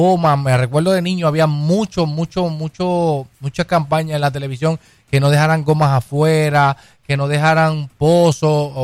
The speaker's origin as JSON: {"language": "Spanish", "country": "Puerto Rico", "moved": "yes", "lives_now": "Providence, United States"}